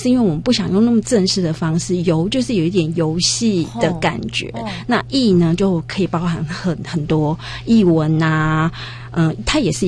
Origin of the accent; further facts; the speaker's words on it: Hualien County, Taiwan; now in Xinzhuang, Taiwan; 啊，我也不是哦，我是花莲人